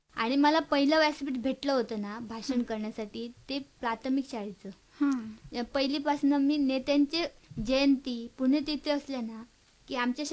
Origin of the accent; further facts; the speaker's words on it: Madkhol, Maharashtra, India; माडकोलची कन्या।